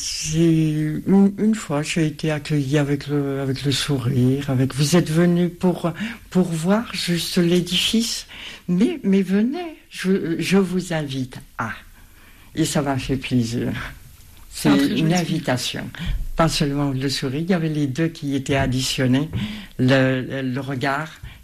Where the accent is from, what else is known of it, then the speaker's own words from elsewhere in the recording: Dijon, Bourgogne-Franche-Comté, France; je suis de France, je suis de Dijon.